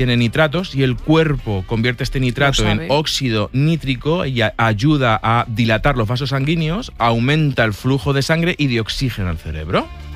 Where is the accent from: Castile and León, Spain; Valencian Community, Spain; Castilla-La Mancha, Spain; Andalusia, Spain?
Castilla-La Mancha, Spain